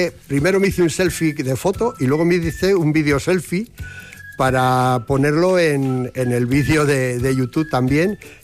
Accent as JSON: {"language": "Spanish", "town": "Briviesca", "region": "Castile and León", "country": "Spain", "said": "por mi pueblo, por Briviesca"}